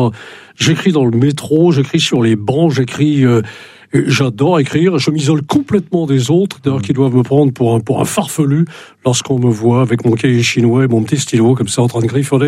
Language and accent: French; Brittany, France; quand on est breton, quand on aime la Bretagne, c'est une poésie permanente comme ça qu'on a au cœur, qu'on a dans le sang